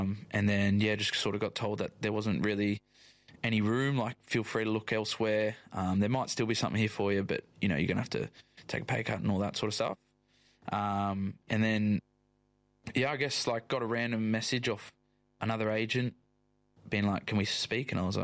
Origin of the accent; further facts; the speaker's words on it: Western Australia, Australia; also born or lived in England; now in Cottesloe, Australia; I'm proud Australian, proud English.